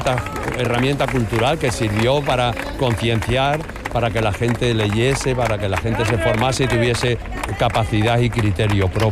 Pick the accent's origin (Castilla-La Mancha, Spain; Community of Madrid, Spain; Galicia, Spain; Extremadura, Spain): Extremadura, Spain; Cáceres; moved away; Yo ahora mismo que me he ido a vivir a mi tierra hace 2 años